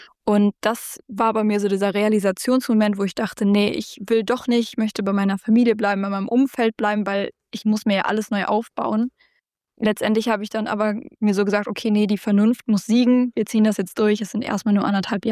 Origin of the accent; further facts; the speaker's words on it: North Rhine-Westphalia, Germany; okay, ich bin hier im Ländlichen, wo ich aufgewachsen bin auch. Und jetzt ist es aber so, okay, vielleicht komme ich auch einfach ans andere Ende von Nordrhein-Westfalen